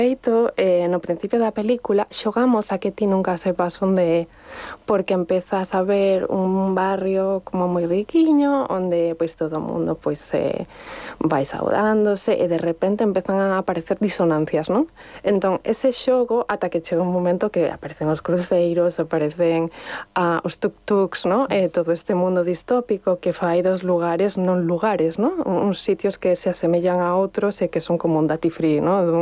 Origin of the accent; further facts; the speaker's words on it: Sanxenxo, Galicia, Spain; now in Barcelona, Spain; Ven porque eu son de San Xenxo, que, como sabedes, é un pobo bastante turístico, e nací na Rúa Progreso. Entón, cando eu chego a Barcelona, múdome alí